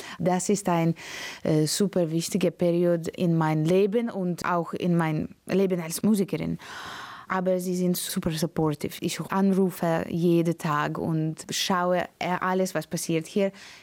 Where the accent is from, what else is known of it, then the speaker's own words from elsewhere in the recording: Latvia; German is a second language; now in Germany; Oh, ich fühle mich wie zu Hause. Ich komme aus Lettland. Also das Wetter ist dasselbe.